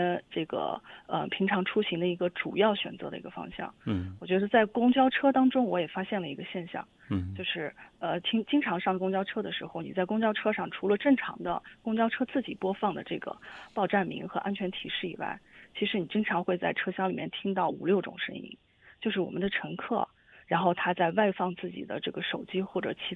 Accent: Urumqi, Xinjiang, China; moved away as an adult; 个土生土长的乌鲁木齐人，然后应该是在上大学的时候离开乌鲁木齐，将近有30年。

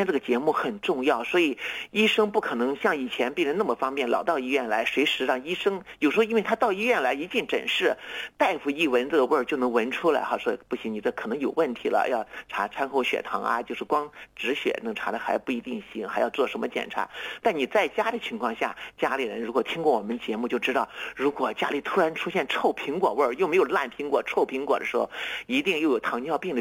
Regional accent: China; 这表示着我们中国人的文明哈更加好

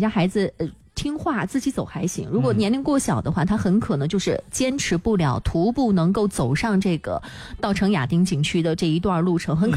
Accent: Shanxi, China; 我身为山西人

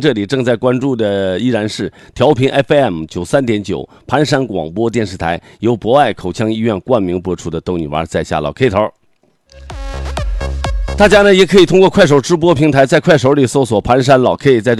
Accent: Zhaodong, Heilongjiang, China; moved away; 我故乡只有一个，黑龙江，黑龙江省肇东市东发乡同发村同仁堂屯儿，后边数第二趟杆儿。

